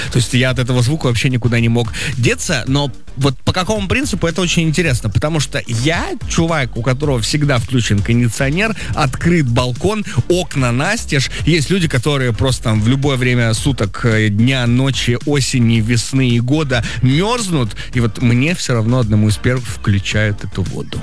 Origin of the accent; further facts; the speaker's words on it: Magadan Oblast, Russia; Я из Магаданской области. Я даже не из Магадана. Вокруг меня леса, снег и медведи. И вот 300 человек, которые в поселке живут.